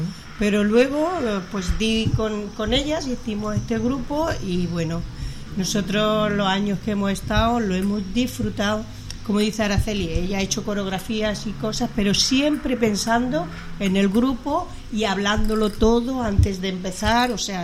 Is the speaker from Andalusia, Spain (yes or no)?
yes; Andalusia, Spain; now in Extremadura, Spain; yo no soy extremeña, soy andaluz.